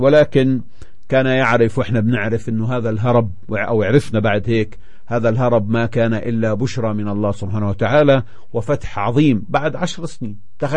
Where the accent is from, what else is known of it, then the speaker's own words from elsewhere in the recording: Palestine; إن احنا فلسطينيين